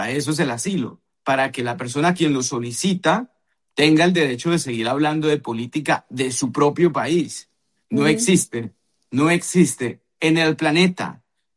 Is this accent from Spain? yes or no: no; Colombia; moved away; Yo soy el primer latinoamericano y el primer colombiano en el que se le utiliza esa póliza